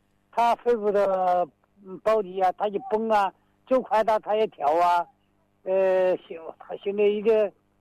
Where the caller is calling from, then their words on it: Zhongxiang, Hubei, China; 我是中祥啊，石牌镇呢。